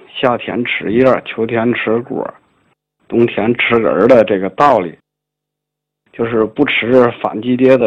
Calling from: Tianjin, China; 我是来自天津武清的。

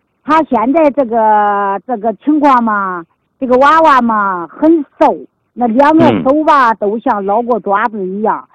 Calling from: Xinjiang, China; 我是来自新疆的。

